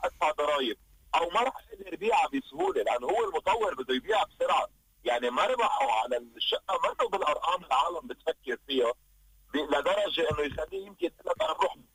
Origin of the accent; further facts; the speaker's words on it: Lebanon; اوريدي نحن خسرنا ثقة كتير كبيرة كلبنانية، كلبنان خسر ثقة كتير كبيرة بالسوق